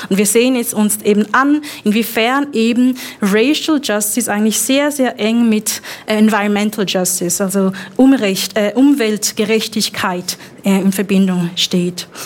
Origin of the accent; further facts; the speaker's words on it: Zurich, Switzerland; moved away as an adult; now in Bayreuth, Germany; ich bin aus Zürich, im Zürcher Unterland aufgewachsen.